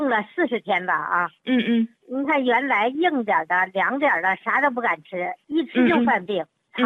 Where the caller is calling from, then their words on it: Shenyang, Liaoning, China; 我是沈阳的，